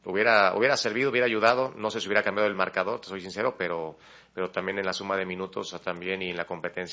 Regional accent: Mexico; Todos somos mexicanos

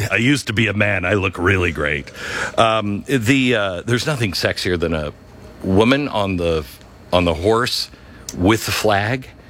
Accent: West, United States; You know, I grew up in the West, and there's something about those mountains

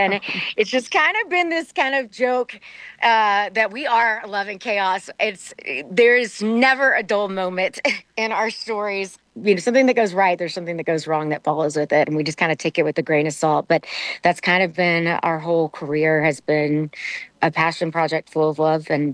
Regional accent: Austin, Texas, United States; I'm from Austin, Texas, and I started as a little girl, about 12 years old, doing the Texas rodeo circuits

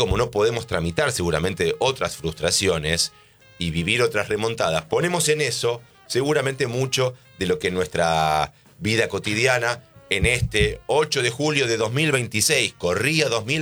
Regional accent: Argentina

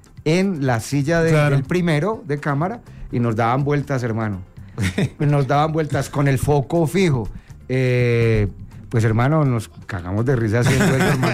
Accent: Colombia; hablan de nosotros como colombianos, como lo que somos.

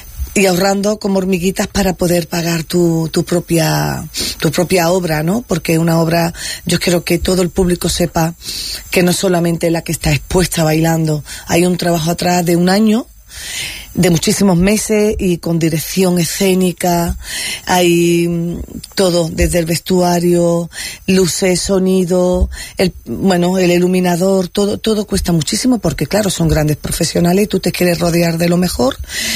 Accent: Málaga, Andalusia, Spain; Málaga es mi casa.

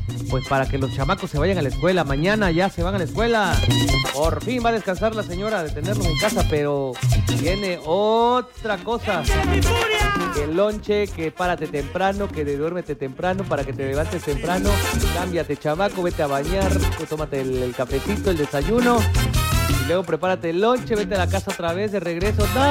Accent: Mexico

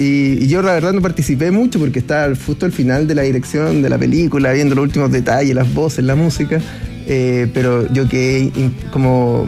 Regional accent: Chile; nosotros somos chilenos

